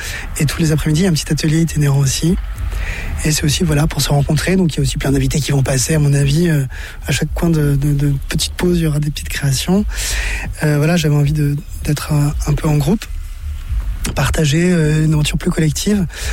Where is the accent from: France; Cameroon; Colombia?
France; moi, en grandissant en France